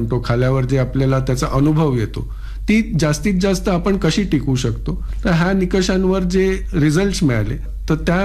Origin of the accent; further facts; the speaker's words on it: Maharashtra, India; आमचं गाव मुंबईपासून जवळ असल्याने नेहमी आम्ही गावाशी आणि शेतीशी जुळून राहिलो